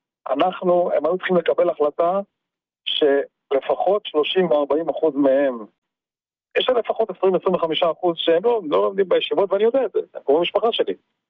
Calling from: Modiin, Central District, Israel

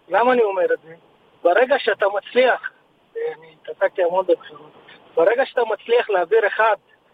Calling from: Shlomi, Northern District, Israel; אני משלומי

